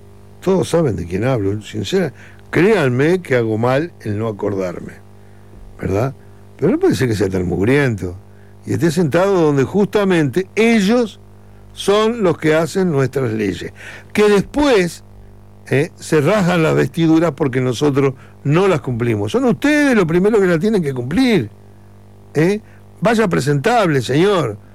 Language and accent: Spanish; Uruguay; born there; Sí, soy uruguayo. Cuando yo nací era un país del primer mundo